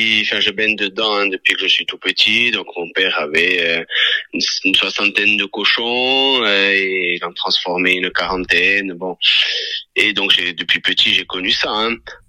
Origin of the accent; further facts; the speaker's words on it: Corsica, France; Je suis originaire de Serralisco-Pamène, dans l'Altaroc.